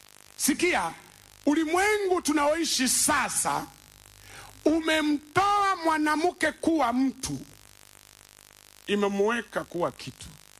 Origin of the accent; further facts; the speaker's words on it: Mbeya, Tanzania; Sisi kule kwetu Mbeya kuna mambo ya ajabu sana.